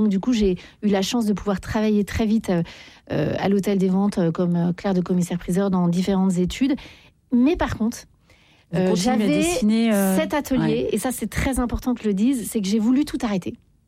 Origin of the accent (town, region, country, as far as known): Paris, Île-de-France, France